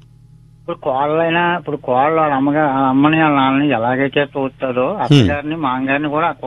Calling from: Kakinada district, Andhra Pradesh, India; మాది కాకినాడ జిల్లా దుర్గారావు అనవరం దగ్గర సార్.

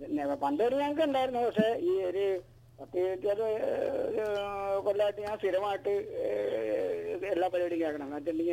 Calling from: Kochi, Kerala, India; ഞാൻ കാക്കനാട് ജില്ലാ ജയിലിന്റെ അടുത്തുനിന്ന്.

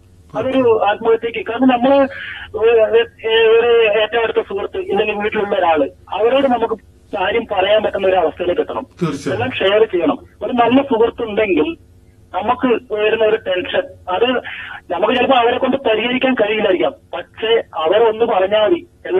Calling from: Kasaragod, Kerala, India; ഞാൻ കാസർഗോഡ് നിന്നാണ് വിളിക്കുന്നത്.

